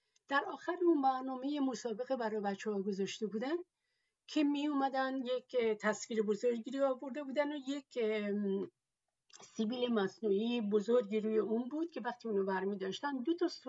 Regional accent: Tehran, Tehran Province, Iran; born there; اما هر دوشون بعد از فرزند دومشون به تهران آمدن و من که فرزند پنجم اونا هستم، متاسفانه زبان ترکی رو با لهجه فارسی حرف میزنم.

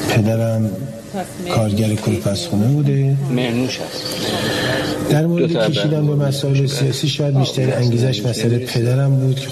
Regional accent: Iran; born there; من سال 1324 13 آذر سال 1324 تو کوچه سر قبرقا تو محله سانپاسخونه به دنیا آمدم و تو خونه حاج حسین معمار که مستاجر بودیم

